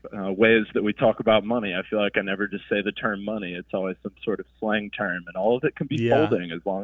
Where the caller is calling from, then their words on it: Nashville, Tennessee, United States; I'm calling from Nashville, Tennessee.